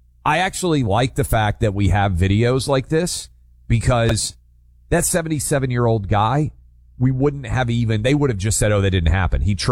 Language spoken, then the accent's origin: English; Tennessee, United States; My home state of Tennessee has just released a map that will give Republicans a 9-0 advantage.